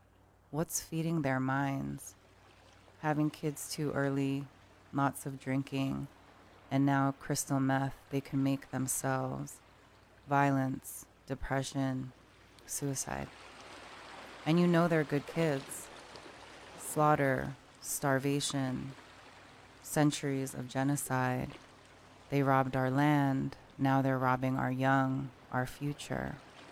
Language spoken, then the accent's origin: English; New York City, New York, United States; She asks, where are you from? I say, from New York City.